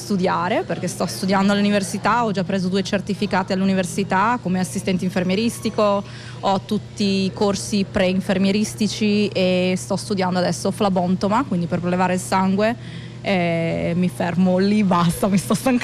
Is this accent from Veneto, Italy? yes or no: yes; Veneto, Italy; also born or lived in Maryland, United States; Poi io sono vicentina, nata vicino a Venezia, nata sempre a Sottomarina, Jesolo, il mare, la mia vita. L'essere italiana posso dire che mi ha portato molto fortuna